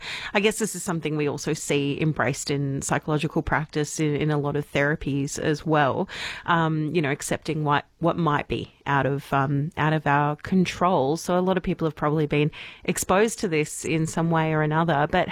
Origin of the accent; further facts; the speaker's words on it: Melbourne, Victoria, Australia; My hometown is Melbourne. I last lived in Northcote, and I think I would paint the sunset over Merri Creek.